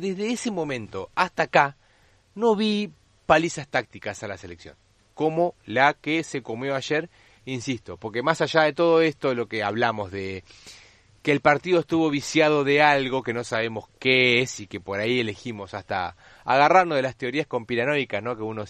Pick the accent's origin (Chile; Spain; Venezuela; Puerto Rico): Spain; Yo soy español.